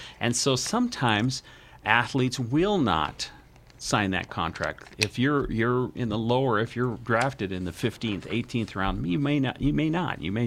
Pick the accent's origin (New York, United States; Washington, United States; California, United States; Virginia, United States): Washington, United States; I grew up near there. I grew up in Washington State in the Puget Sound, so I know Vancouver.